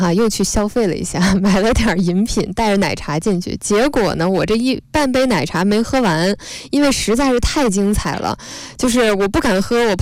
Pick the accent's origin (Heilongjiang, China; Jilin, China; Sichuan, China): Heilongjiang, China; Qiqihar; moved away; 因为沈腾是齐齐哈尔人嘛，然后我也是齐齐哈尔人。